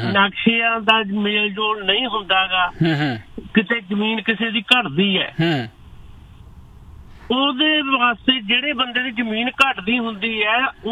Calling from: Bathinda, Punjab, India; ਪਹਿਲੇ ਮੈਂ ਬਠਿੰਡੇ ਤੋਂ ਆ

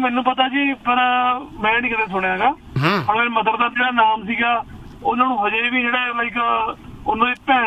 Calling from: Faridkot, Punjab, India; ਮੈਂ ਮਾਲਵੇ ਤੋਂ, ਫਰੀਦਕੋਟ ਤੋਂ।

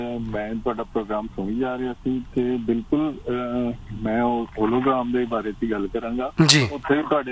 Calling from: Pakistan; ਅਸੀਂ ਪਾਕਿਸਤਾਨ ਤੋਂ

